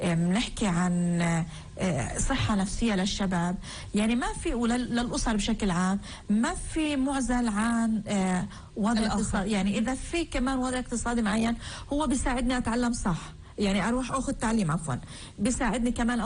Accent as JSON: {"language": "Arabic", "country": "Palestine", "said": "أنا كشاب فلسطيني"}